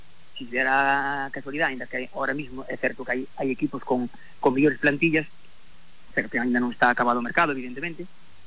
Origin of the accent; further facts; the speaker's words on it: Boiro, Galicia, Spain; Para mí non me veía nada mal, porque eu son de Boiro.